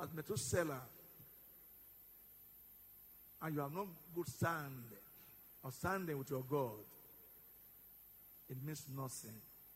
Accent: Benin City, Edo, Nigeria; I was born and brought up in Benin City or in Nigeria

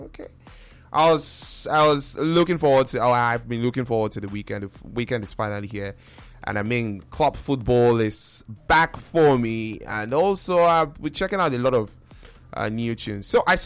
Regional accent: Delta, Nigeria; I'm from Delta State, so I have a big heart.

